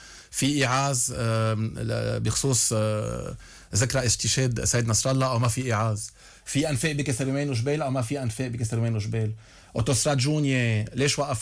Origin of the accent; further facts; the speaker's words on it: Lebanon; انا كمواطن لبناني